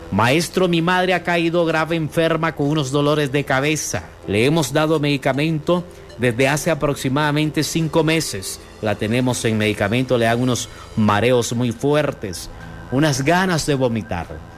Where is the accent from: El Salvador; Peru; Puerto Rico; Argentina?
Peru; now in Honduras; Porque somos de Perú y hay palabras que todavía no las entendemos cómo se habla, cómo se pronuncian aquí en Honduras.